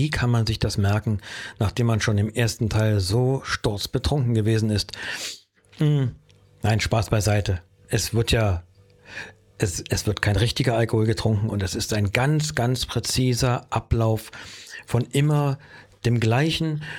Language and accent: German; Berlin, Germany; Also als richtiger Berliner ist man damit groß geworden, auch wenn man oft angehalten wurde, bitte Hochdeutsch zu sprechen.